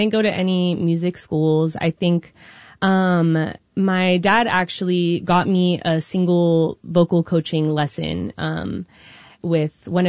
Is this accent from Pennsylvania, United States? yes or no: no; Redwood City, California, United States; also born or lived in Mexico; I was born in Mexico to a third generation San Franciscan mother, mm-hmm. and then I was raised mostly in Redwood City.